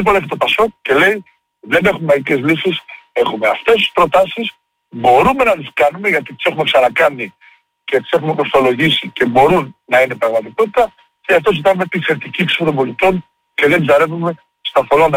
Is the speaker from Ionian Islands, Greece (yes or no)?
no; Karydi, Crete, Greece; born there; σε ένα καφενείο στο χωριό μου, το Καρύδι, στο Λασίφι ή στην εκλογική μου περιφέρεια στο νομό Ηλίας